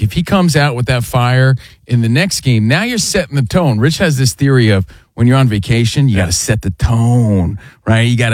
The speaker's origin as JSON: {"language": "English", "town": "Union", "region": "New Jersey", "country": "United States", "lives_now": "Los Angeles, United States", "said": "I didn't forget. I'm from New Jersey, Union, New Jersey."}